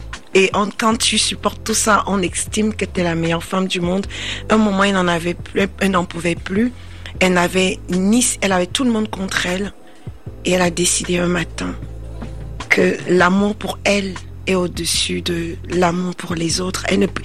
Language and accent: French; Cameroon; Chez les Béti, chez nous au Cameroun, on va dire l'onkoul.